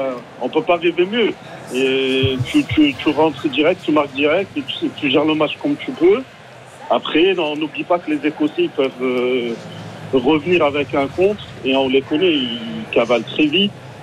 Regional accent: Morocco; Et je dis pas ça pour parce que je suis marocain

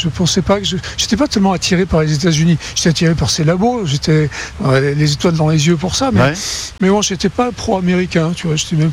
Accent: France; accent: French; French is a second language; now in United States; Donc j'ai gardé un accent très français aujourd'hui, mais... mais bon, ça va mieux. Et donc, j'ai appris à parler anglais.

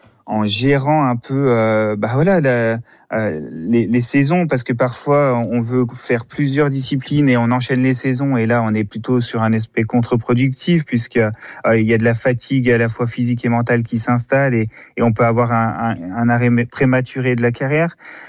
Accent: France; En tant que Français

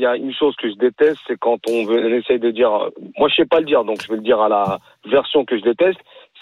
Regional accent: Argenteuil, Île-de-France, France; born there; Je suis né à Argenteuil.

